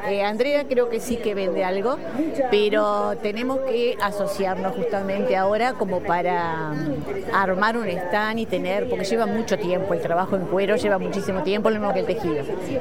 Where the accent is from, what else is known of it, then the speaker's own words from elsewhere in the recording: San Pedro, Colonia, Uruguay; moved away as an adult; now in Colonia, Uruguay; Yo soy de San Pedro. Nacida y criada en San Pedro, trabajé como maestra docente casi todos los años y me jubilé en la misma escuela que yo hice los primeros 6 años de escuela. Y ahora, después retirada, me fui a Colonia